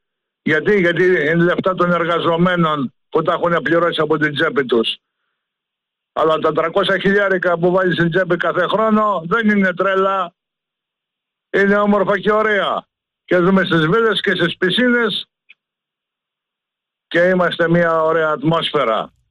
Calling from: Thessaly, Greece; από τον Κόζακα.

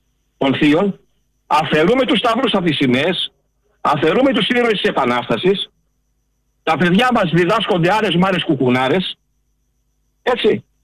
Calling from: Greece

